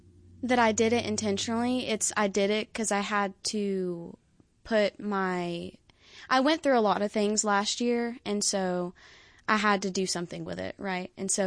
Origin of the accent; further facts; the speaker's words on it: Decatur, Tennessee, United States; moved away as an adult; now in Chattanooga, United States; I'm originally from Decatur, Tennessee, so that's about an hour north of Chattanooga. I lived there since I was 5 days old until 2018, and I've been living in Chattanooga since 2018.